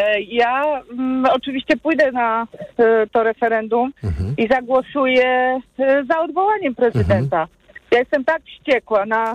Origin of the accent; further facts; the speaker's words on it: Kraków, Lesser Poland, Poland; Ja z Krakowa. Jestem krakowianką